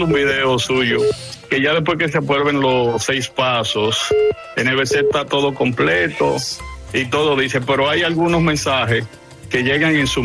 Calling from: Jicomé, Valverde, Dominican Republic; El Distrito Municipal de Jicomé, provincia de Valverde.

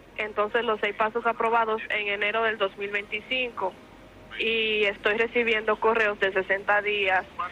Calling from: Moca, Espaillat, Dominican Republic; Soy de Moca.

